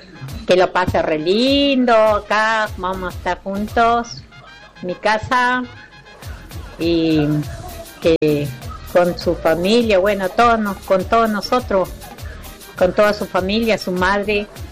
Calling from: Junín de los Andes, Neuquén, Argentina; todo mi pueblo de Junín de los Andes

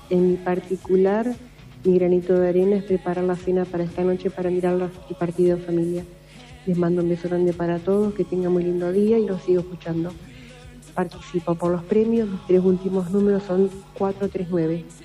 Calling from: Merlo, Buenos Aires Province, Argentina; escuchándolos como todas las mañanas. Hoy un día muy particular para todos los argentinos.

